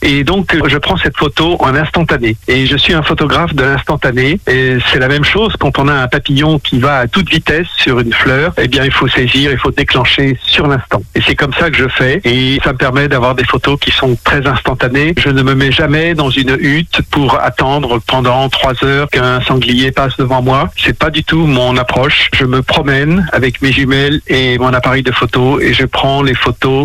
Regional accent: Lierre-Beauvoir, Pays de la Loire, France; Écoutez, je suis né dans le Saônois, à Lierre-Beauvoir. Mon père était agriculteur et j'ai passé toute ma jeunesse dans ce beau pays du Saônois

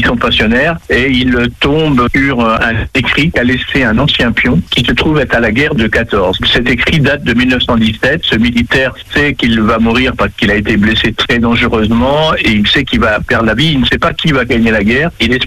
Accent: Tournai-sur-Dive, Normandy, France; dans mon village natal de Tournay-sur-Dives

